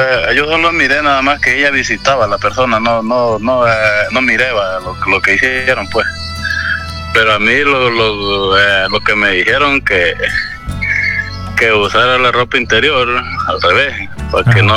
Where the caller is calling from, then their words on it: Concepción Sur, Santa Bárbara, Honduras; Yo vivo aquí en Concepción Sur, Santa Bárbara.